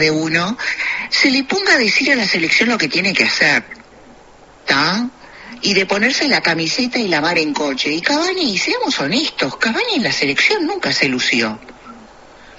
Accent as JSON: {"language": "Spanish", "country": "Uruguay", "said": "soy simplemente una uruguaya"}